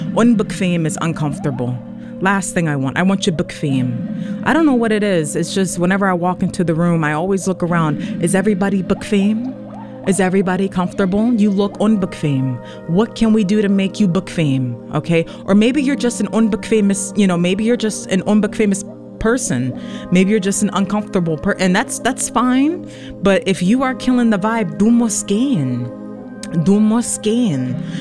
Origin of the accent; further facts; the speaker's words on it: Mannheim, Baden-Württemberg, Germany; He's from my hometown of Mannheim.